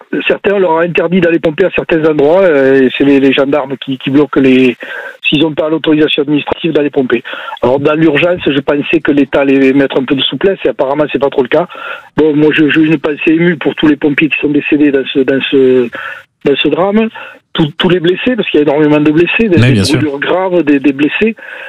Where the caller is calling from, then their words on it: Nouvelle-Aquitaine, France; moi je suis à Lot-et-Garonne